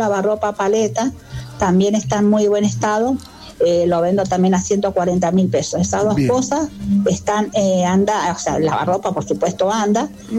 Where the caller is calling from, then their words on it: Argentina; Yo soy acá de Puente Hierro, enfrente de Control de Micro.